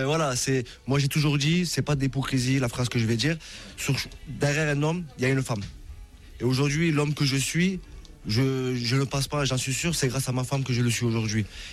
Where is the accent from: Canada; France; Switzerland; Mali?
France; born there; Je suis d'origine turque et je suis né en France. Comme je dis, mon père est turc, mais ma mère est française.